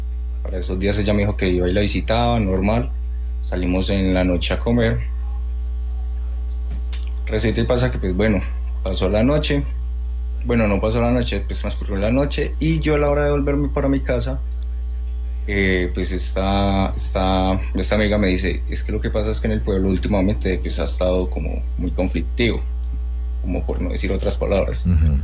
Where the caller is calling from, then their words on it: Montenegro, Quindío, Colombia; yo vivo cerca a Montenegro, Quindío